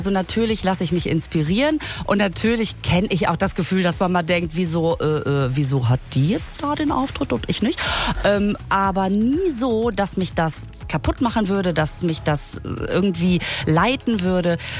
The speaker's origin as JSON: {"language": "German", "town": "Münster", "region": "North Rhine-Westphalia", "country": "Germany", "tie": "born or raised there"}